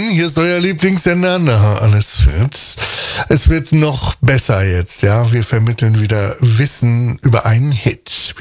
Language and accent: German; Turkey; Und bei dem Namen Zimmet bekomme ich als Türke Hunger.